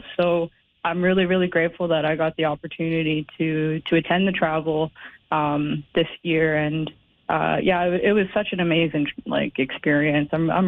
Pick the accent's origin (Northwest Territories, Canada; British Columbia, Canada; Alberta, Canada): Northwest Territories, Canada; Yellowknife; also born or lived in Fort McPherson; I'm originally from Tetlege, Fort McPherson, but I grew up and I live in Sambucay, Yellowknife.